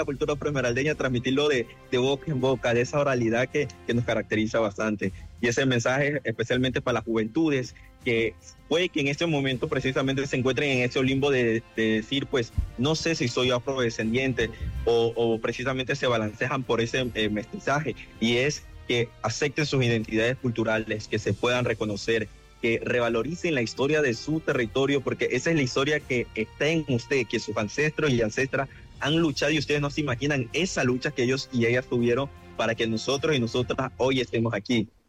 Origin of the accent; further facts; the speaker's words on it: Esmeraldas, Ecuador; yo soy esmeraldeño y orgulloso me siento.